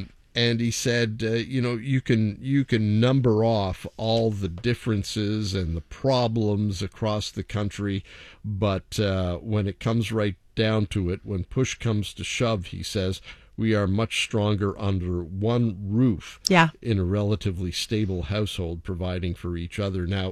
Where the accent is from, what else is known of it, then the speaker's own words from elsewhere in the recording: Canada; say, I'm not American. I'm Canadian.